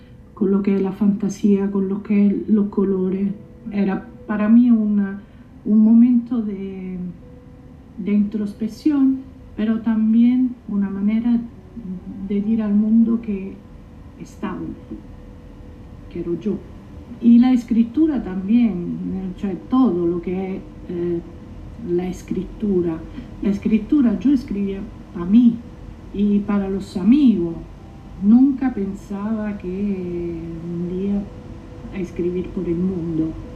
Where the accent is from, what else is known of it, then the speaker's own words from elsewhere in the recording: Rome, Lazio, Italy; Spanish is a second language; soy de Roma, soy de Italia.